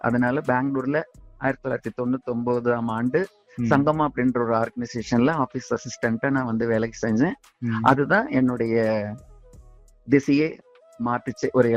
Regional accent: Namakkal, Tamil Nadu, India; என்னுடைய சொந்த ஊர் நாமக்கல். நாமக்கல்ல ஒரு சின்ன கிராமத்துலதான் நான் பிறந்து வளர்ந்தேன்.

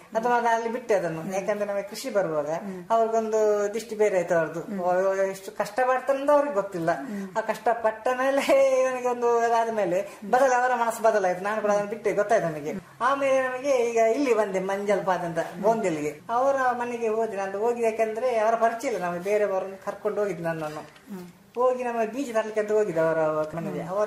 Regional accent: Karnataka, India; born there; ನಾವೊಂದು ತುಳುನಾಡ ಮಣ್ಣಲ್ಲಿ ಹುಟ್ಟಿದವ ನಾವು

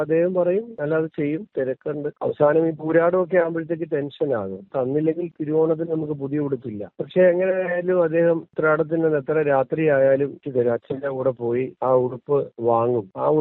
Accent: Mavadi, Kerala, India; born or raised there

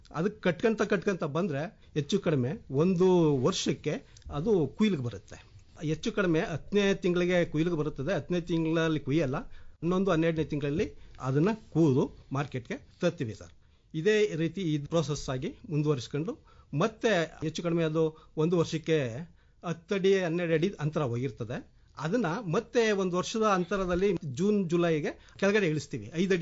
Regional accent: Udbur, Karnataka, India; ನಾನು ಮೂಲತಃ ಉದ್ಬೂರೇ, ಉದ್ಬೂರ ನಿವಾಸಿಯಾಗಿದ್ದೇನೆ. ನಾನು ಒಬ್ಬ ಸಮಗ್ರ ಕೃಷಿ ರೈತ

